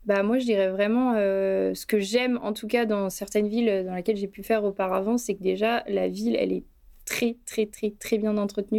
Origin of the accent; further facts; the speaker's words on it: Bordeaux, Nouvelle-Aquitaine, France; born there; also born or lived in Vire / Cherbourg / Flers; Moi, je suis née à Bordeaux, donc dans le 33. Après, je suis remontée un petit peu, du coup, en haut de la France, puisque je suis venue à Vire.